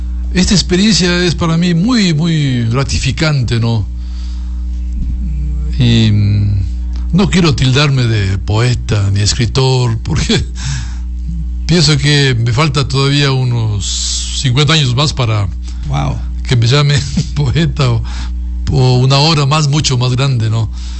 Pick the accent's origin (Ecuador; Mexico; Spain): Ecuador; Macas, Morona Santiago; como representante de acá, de esta tierra, de mi provincia, de mi tierra, de Macas